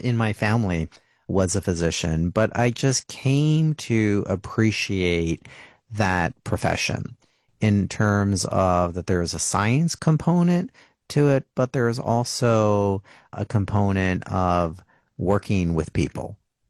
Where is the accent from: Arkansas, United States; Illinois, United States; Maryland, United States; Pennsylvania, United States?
Pennsylvania, United States; Philadelphia; moved away; and I'm from Philadelphia, Broomall Newtown Square.